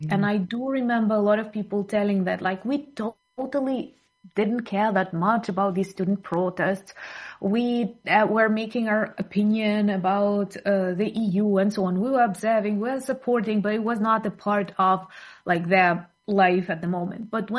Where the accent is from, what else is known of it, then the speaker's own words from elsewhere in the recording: Ukraine; And here in Ukraine